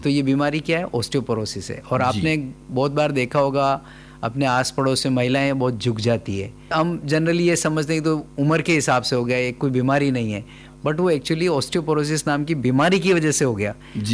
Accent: Rajasthan, India; मैं राजस्थान का रहने वाला हूँ और उदयपुर मेडिकल कॉलेज से मेरी अपनी पढ़ाई करी।

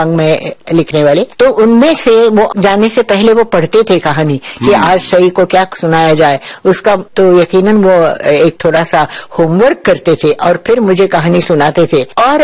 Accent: Pune, Maharashtra, India; पुणे आ गई, और नाना के पास, मतलब अपने पिता के पास, मेरे नाना अप्पा नाम कहते थे, और तब से मैं उनकी छत्र छाया में पली बड़ी।

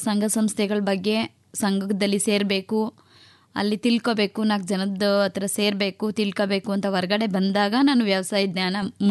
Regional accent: Karnataka, India; also born or lived in Mangainagara; ನಮ್ದು ಹುಟ್ಟೂರು ಬಂದು ಬಿ ಎರಳ್ಳಿ ಸರ್.

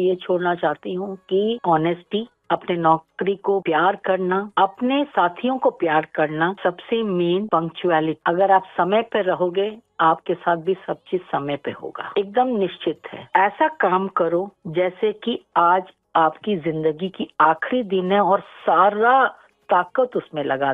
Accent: Port Blair, Andaman and Nicobar Islands, India; moved away; मैं पोर्टब्लेयर से हूँ

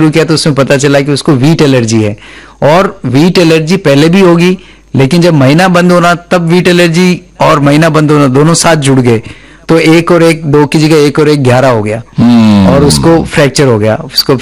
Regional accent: Rajasthan, India; born or raised there

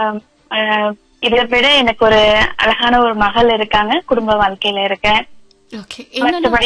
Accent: Perambalur district, Tamil Nadu, India; now in Kumbakonam, India; பெரம்பலூர் மாவட்டம் அப்படிங்கறது என்னுடைய சொந்த ஊர். இப்ப நான் வசிச்சு கொண்டு இருக்கிறது வந்து பாத்தீங்கன்னா கும்பகோணத்துல இருக்கிறேன்.

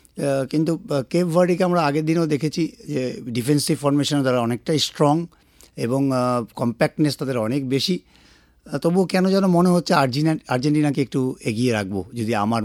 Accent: India; আমরা ভারতীয় হিসাবে

